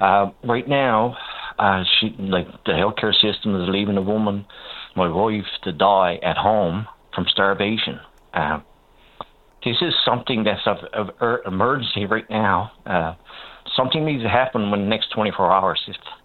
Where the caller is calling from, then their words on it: Bell Island, Newfoundland and Labrador, Canada; I'm calling from Bell Island and sheer desperation.